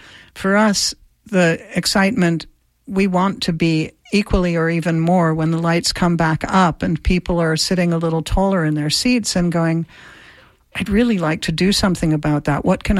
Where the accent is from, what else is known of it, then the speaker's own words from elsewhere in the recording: New York, United States; now in Central Florida, United States; I'm a New Yorker, too.